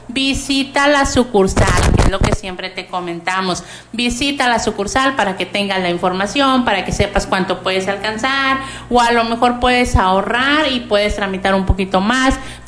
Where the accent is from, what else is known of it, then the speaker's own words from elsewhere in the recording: Mexico; hay muchas personas que andamos como buen mexicano en la compra de último momento.